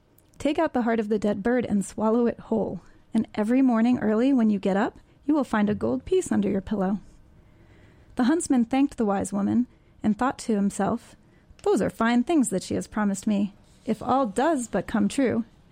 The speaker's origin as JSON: {"language": "English", "town": "Hudson", "region": "New York", "country": "United States", "said": "I'm from Hudson, and I'm the Youth Programs Coordinator here at WGXC."}